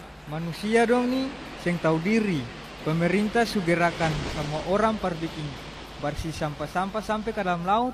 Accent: Ambon, Maluku, Indonesia; Nah, katong sebagai orang Ambon, mesti jaga yang baik-baik.

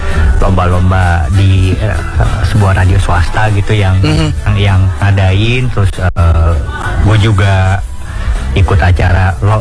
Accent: South Jakarta, Jakarta, Indonesia; Iya, jadi susah karena kita anak Jaksel gitu.

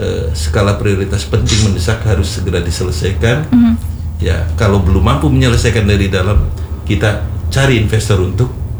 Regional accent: Cirebon, West Java, Indonesia; Saya sebagai orang Cirebon

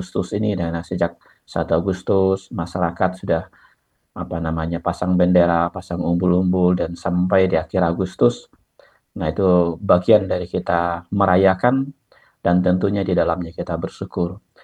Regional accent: Bonti, West Kalimantan, Indonesia; di kampung saya, di daerah Bonti

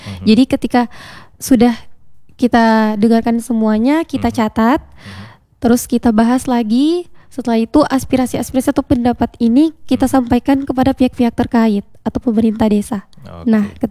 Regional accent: Indonesia; Itu sampai sekarang masih menjadi isu di desa kami.

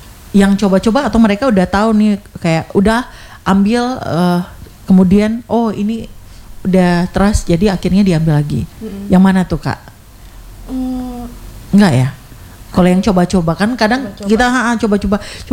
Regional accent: Blora, Central Java, Indonesia; Pendatang juga nih, aku dari Blora.

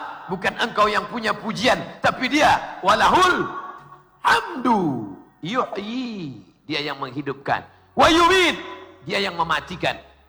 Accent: Sumatra, Indonesia; Saya datang dari Sumatera.

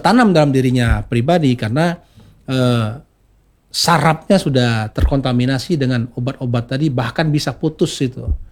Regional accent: South Sumatra, Indonesia; di kampung saya di Musyarawas

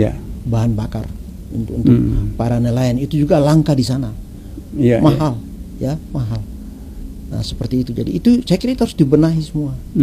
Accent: Maluku, Indonesia; kita orang Maluku bangga

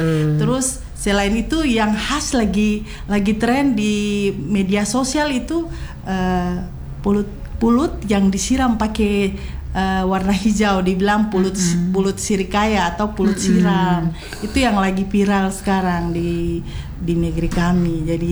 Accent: Tulehu, Maluku, Indonesia

